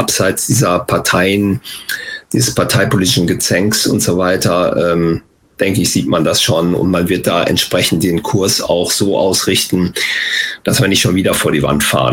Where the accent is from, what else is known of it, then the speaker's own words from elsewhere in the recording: Germany; Und wir müssen halt als Deutsche da eben anders mit umgehen.